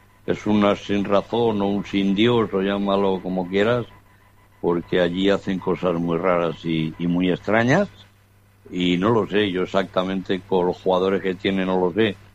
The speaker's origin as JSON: {"language": "Spanish", "country": "Spain", "said": "yo soy español"}